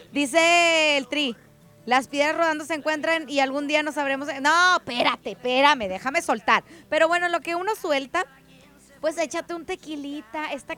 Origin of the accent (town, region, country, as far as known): Mexico